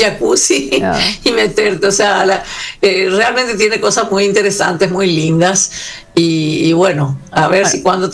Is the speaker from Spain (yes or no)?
no; Paraguay; now in California, United States; Así somos los paraguayos, muy solidarios